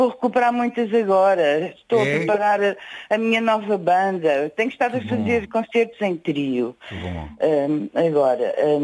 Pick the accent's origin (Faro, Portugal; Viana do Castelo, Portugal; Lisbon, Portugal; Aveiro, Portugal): Lisbon, Portugal; Sim, mas eu cresci em Lisboa, naquele bairro de Santa Cruz, numa altura em que aquilo era tipo uma aldeia.